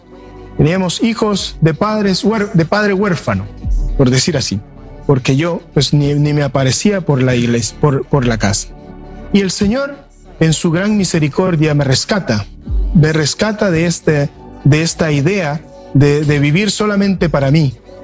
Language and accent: Spanish; Nicaragua; moved away as an adult; Somos nicaragüense